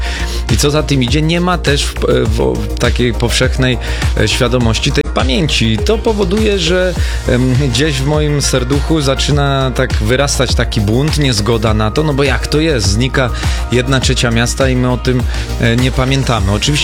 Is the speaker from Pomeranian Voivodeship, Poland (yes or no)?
no; Nowy Sącz, Lesser Poland, Poland; tutaj na naszych wałach sądeckich, w miejscu, w którym pokolenia kajakarzy od lat trenują, sam tam łaziłem z tym za ciężkim kajakiem, za wielkim wiosłem i można powiedzieć całe dzieciństwo spędziłem na tych wałach